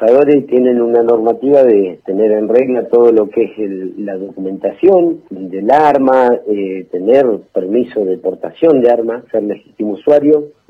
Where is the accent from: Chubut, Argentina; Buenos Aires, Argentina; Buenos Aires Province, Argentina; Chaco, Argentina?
Chubut, Argentina; Gobernador Costa; de Gobernador Costa. Yo estoy encargado del acopio de liebre acá en la zona, lo que es Gobernador Costa, San Martín, Río Pico.